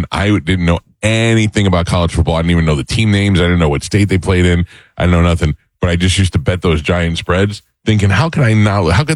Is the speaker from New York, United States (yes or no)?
yes; New York, United States; so they used to have these things when I grew up in New York, and there's a lot of New Yorkers and people from the Northeast are going to, you know, relate to this.